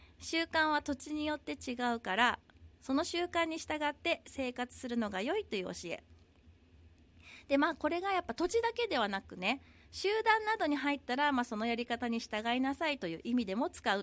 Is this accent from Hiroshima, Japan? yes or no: yes; Hiroshima, Japan; now in Okinawa, Japan; 本当にこう一人で住んだのはね、本当にこの地元の広島から沖縄に住んだのが私にとっては初めての、一人でこう引っ越すっていうのはね、初めてだったんです。